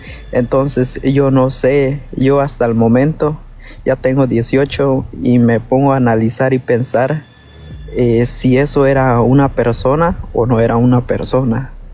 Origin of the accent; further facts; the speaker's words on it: Guatemala; y ya ve que en mi país, Guatemala, a veces llovía y empezaba los truenos y el relámpago y todo eso.